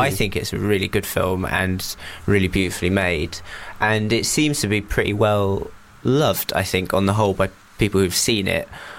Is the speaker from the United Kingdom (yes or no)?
yes; England, United Kingdom; born there; also born or lived in Japan; I grew up in Japan till I was eight, and then mm-hmm. we moved to England.